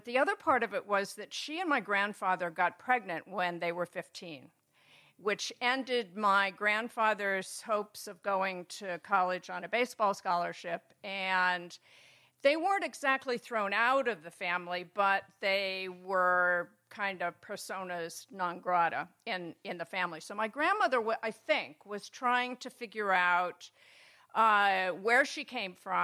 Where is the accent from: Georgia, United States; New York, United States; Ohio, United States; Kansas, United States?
Ohio, United States; Warren; So when I grew up in Warren, Ohio, I never felt like I belonged. My parents came there for jobs during the Depression.